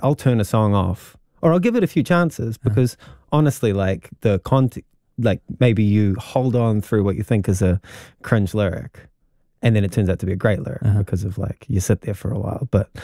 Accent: New Zealand; as a New Zealander

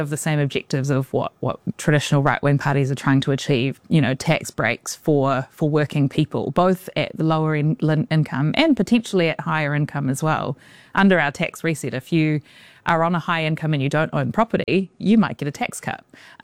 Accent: Auckland, New Zealand; also born or lived in London; I grew up in Auckland, spent 9 years in London, and now I want to make New Zealand as you know, as awesome as a place it can be

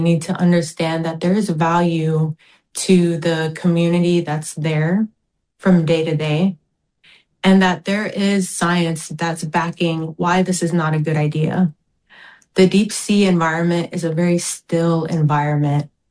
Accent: Manu'a, American Samoa; moved away; When Manu'a people raise our flags and you see the green banner with the moa on it, like, it comes from a deep sense of pride that we're still here.

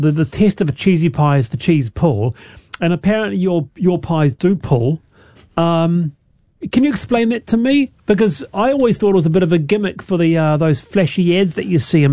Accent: Bay of Islands, Northland, New Zealand; The smell of honeysuckle always takes me back to growing up in the Bay of Islands.

